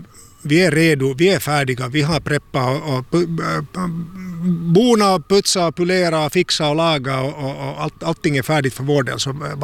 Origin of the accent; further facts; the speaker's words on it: Tampere, Pirkanmaa, Finland; moved away as an adult; also born or lived in Helsinki / Hanko; now in Kasnäs, Finland; jag är ju ursprungligen Tammafors-pojke. Jag har vuxit upp i Tammafors och gått Svenska Samskolan i Tammafors